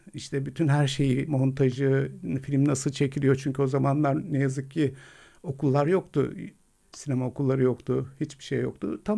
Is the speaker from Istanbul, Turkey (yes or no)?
yes; Istanbul, Turkey; Şimdi çocukluğum Üsküdar ve Moda arasında geçti. Kadıköy ve Üsküdar arasında geçtiği için